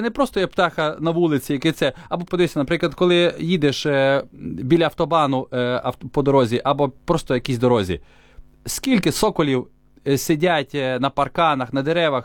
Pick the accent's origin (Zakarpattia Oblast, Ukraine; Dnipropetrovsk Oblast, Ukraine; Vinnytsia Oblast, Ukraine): Zakarpattia Oblast, Ukraine; Khust; moved away as an adult; now in Hungary; Тому що я є українець. Я народився в Україні, моє серце українське, я звідти, в мене там батьки, я там виріс, я українець.